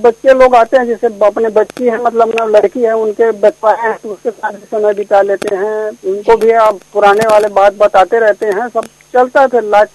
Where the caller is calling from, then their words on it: Balod district, Chhattisgarh, India; नर्मदा धाम ग्राम सुरसुली post Nanda जिला बालो से … बोल रहा हूँ।